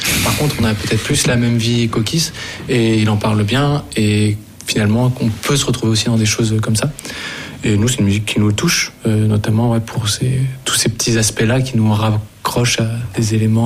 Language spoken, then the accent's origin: French; Lyon, Auvergne-Rhône-Alpes, France; moi, je viens de la Croix-Rousse, des Pentes, lui aussi. On a grandi au même endroit.